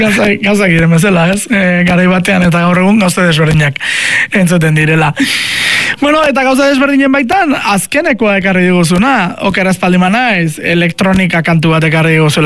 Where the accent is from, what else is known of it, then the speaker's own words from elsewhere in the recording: Canary Islands, Spain; Eta, eske, nik kanariarra naiz